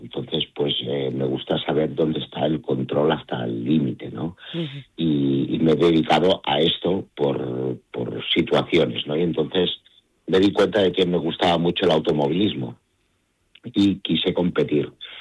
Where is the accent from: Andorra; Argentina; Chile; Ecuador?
Andorra; estaba yo, pues con 18 años en los hospitales en Barcelona, y ellos, justamente con que somos de Andorra, pues estudiaban todos en Barcelona.